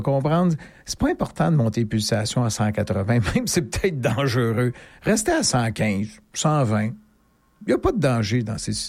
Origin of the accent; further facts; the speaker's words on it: Montreal, Quebec, Canada; Je suis né et j'ai passé mon enfance à Côte-des-Neiges.